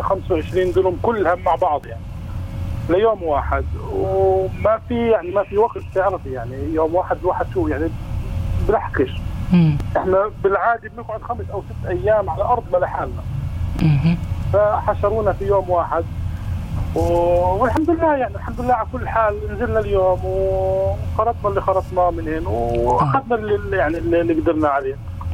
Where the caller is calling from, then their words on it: Faqqu'a, Jenin Governorate, Palestine; هاي منطقة شمالية البلد بين قريتنا قرية فقوعة وبين عربوانة.